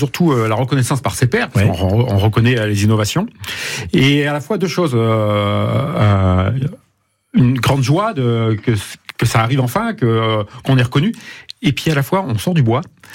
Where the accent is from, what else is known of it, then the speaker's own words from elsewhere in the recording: Clermont-Ferrand, Auvergne-Rhône-Alpes, France; moved away as an adult; also born or lived in Lyon / Grenoble; Je suis en Auvergnat, né à Clermont-Ferrand.